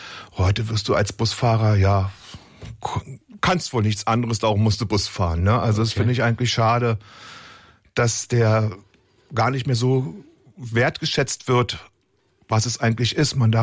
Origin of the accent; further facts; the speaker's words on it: Haselünne, Lower Saxony, Germany; Haselünne im Emsland, wo es die drei Brennereien gibt, ne?